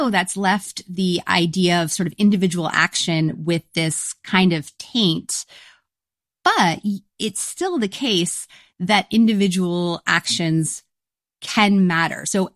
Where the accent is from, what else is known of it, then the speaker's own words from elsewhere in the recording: Canada; as a Canadian, I am legally obligated to encourage people to seek out Quebec maple syrup